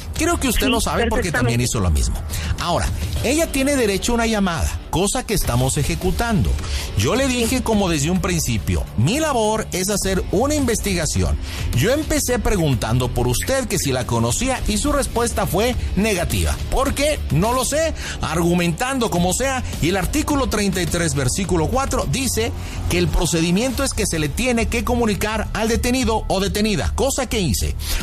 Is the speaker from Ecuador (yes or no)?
no; Nuevo León, Mexico; me está criticando porque soy una persona nacida en Nuevo León. Soy regia, soy fuerte, soy contundente.